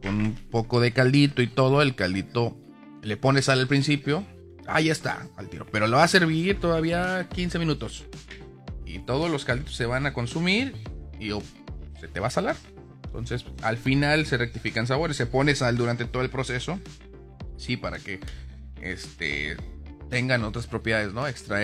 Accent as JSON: {"language": "Spanish", "country": "Mexico", "said": "Que quede claro, soy mexicano."}